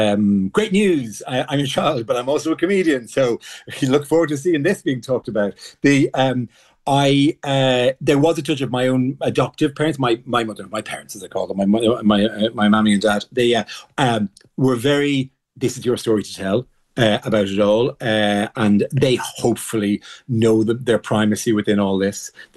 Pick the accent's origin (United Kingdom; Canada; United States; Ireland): Ireland; being Irish